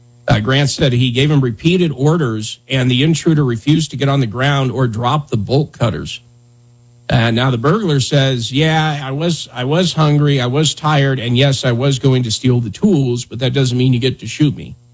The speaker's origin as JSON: {"language": "English", "region": "Wyoming", "country": "United States", "tie": "born or raised there", "said": "growing up in Wyoming"}